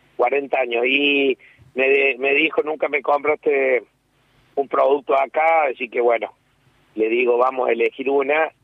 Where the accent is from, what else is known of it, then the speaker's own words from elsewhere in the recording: Calchín, Córdoba, Argentina; now in Córdoba, Argentina; somos un pueblito muy chiquito, Calchín.